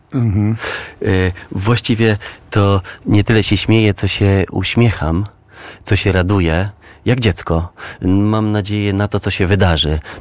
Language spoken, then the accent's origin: Polish; Warsaw, Masovian Voivodeship, Poland; Moje dzieciństwo to akurat na Powiślu. Od piątego roku życia na Tarchominie